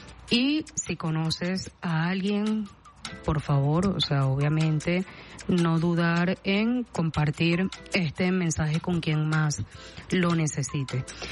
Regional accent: Venezuela; lo que nos tocó vivir como venezolano

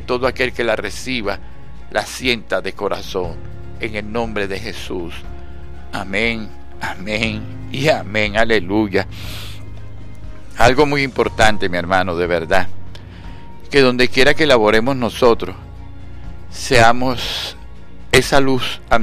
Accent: Venezuela

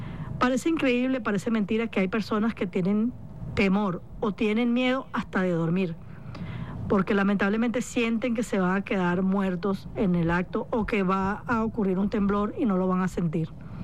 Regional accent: Venezuela; Nosotros no estamos acostumbrados como venezolanos a este tipo de situaciones.

